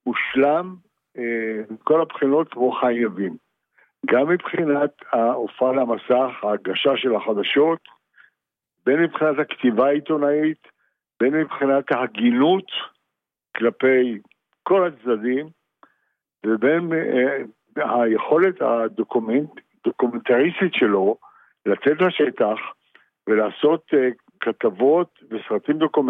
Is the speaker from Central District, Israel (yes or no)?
yes; Netanya, Central District, Israel; אני הייתי מנתניה.